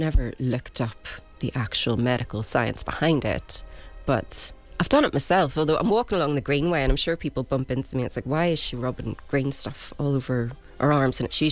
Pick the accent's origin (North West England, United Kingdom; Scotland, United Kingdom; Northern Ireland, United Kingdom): Northern Ireland, United Kingdom; Belfast; From East Belfast.